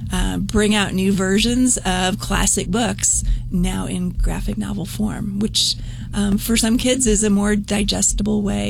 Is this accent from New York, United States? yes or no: no; Oklahoma, United States; But I did summer reading programs as a kid. I grew up in Oklahoma.